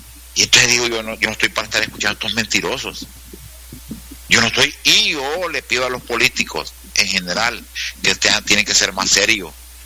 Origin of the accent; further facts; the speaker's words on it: Honduras; nosotros, como seres humanos acá, como hondureños